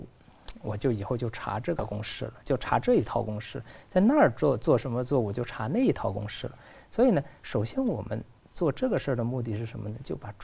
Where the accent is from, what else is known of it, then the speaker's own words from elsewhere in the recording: southern China, China; moved away; 在我们老家南方种玉米